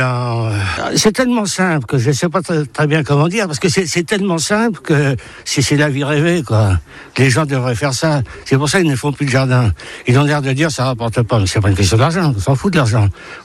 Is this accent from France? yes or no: yes; Normandy, France; Et je suis assez content parce que par ici, moi, je suis normand. Hein, attention, je suis un viking.